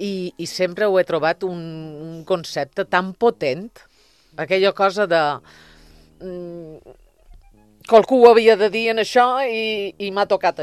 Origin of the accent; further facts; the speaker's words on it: Balearic Islands, Spain; com a mallorquina